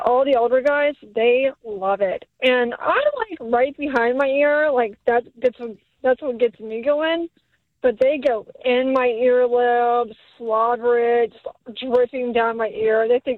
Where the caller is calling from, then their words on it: Richmond, Virginia, United States; I'm from the Richmond area.